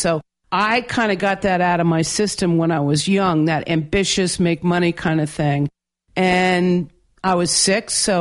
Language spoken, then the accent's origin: English; North Shore of Long Island, New York, United States; we grew up on the North Shore of Long Island where there were very, very wealthy people.